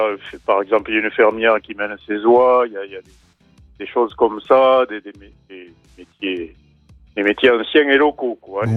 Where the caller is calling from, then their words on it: Fraisse-sur-Agout, Occitanie, France; Moi, j'habite à Fraye-sur-Agoude, c'est dans l'Hérault, et là, je suis actuellement à Coudon.